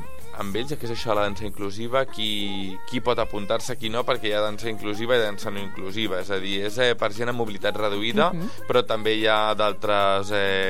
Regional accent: El Prat de Llobregat, Catalonia, Spain; Els que som del Prat

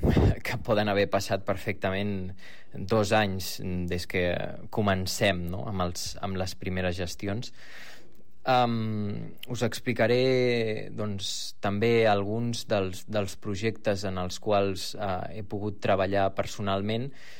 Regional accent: El Prat de Llobregat, Catalonia, Spain; sóc del Prat també

